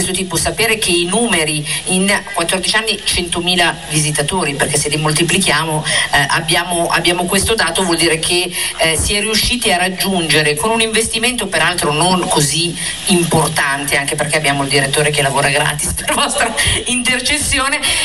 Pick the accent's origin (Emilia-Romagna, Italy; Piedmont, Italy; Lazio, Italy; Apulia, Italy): Piedmont, Italy; Io li chiamo i nostri luoghi perché il VCO è il nostro luogo